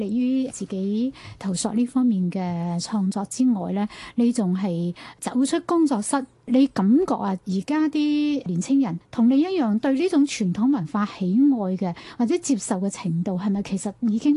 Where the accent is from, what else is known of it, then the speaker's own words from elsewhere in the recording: Guangdong, China; 咁我哋廣東人咧，即係好多歇後語啊，